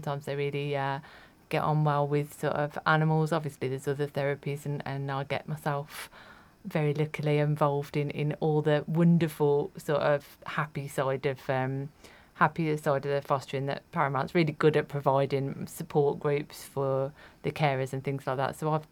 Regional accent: Birmingham, West Midlands, United Kingdom; moved away; I grew up in Erdington, a little bit.

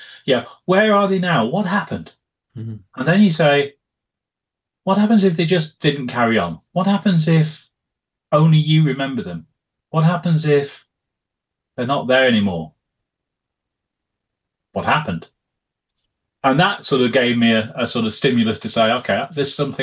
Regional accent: North West England, United Kingdom; born there; moved away as an adult; also born or lived in Bayswater, London / Kingswinford; now in Buckinghamshire, United Kingdom; Quick trip to King Swinford when I was little, and then schooling and early work, I was in Lancashire, very close to Blackpool, where the book's set. And then over time, careers moved me further down, and I'm now back in Buckinghamshire, you know, just between sort of Marlow and High Wycombe

